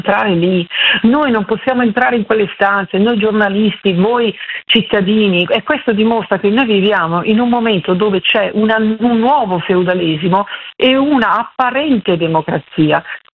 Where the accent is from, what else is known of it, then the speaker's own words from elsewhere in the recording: Robecco sul Naviglio, Lombardy, Italy; il mio paese natio si busco sul Naviglio